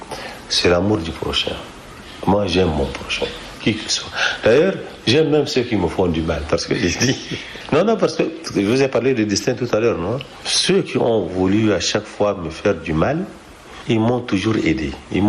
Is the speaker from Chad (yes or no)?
yes; Chad; Non, je suis citoyen tchadien.